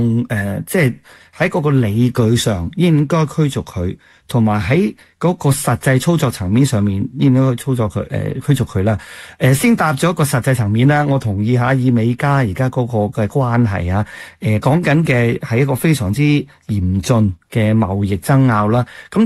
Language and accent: Cantonese; Canada; 我哋加拿大人